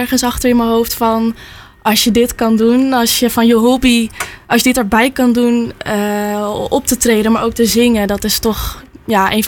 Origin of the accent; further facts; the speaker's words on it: Langweer, Friesland, Netherlands; Ik kom zelf uit Langweer. Ja, ja. Lekker hier dichtbij.